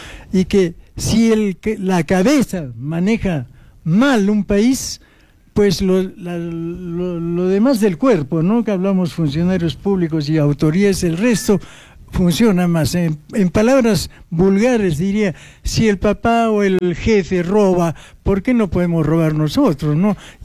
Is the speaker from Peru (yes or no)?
yes; Arequipa, Peru